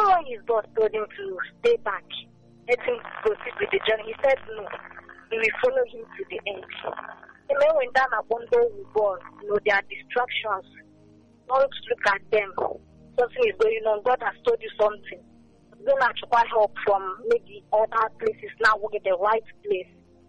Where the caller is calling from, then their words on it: Aba, Abia, Nigeria; I'm calling from Abba.